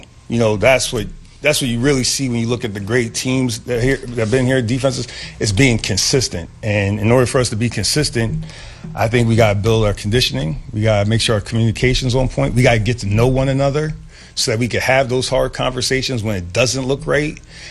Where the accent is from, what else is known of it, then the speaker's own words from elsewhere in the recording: Waterbury, Connecticut, United States; here I'm a kid from Waterbury, Connecticut